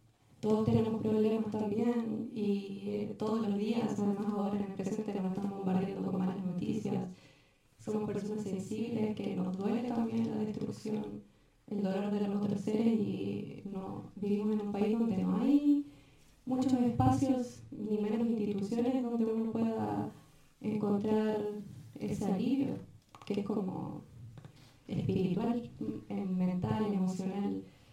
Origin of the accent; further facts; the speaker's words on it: Coquimbo, Chile; Yo soy del norte, del Valle de Elqui, del seminario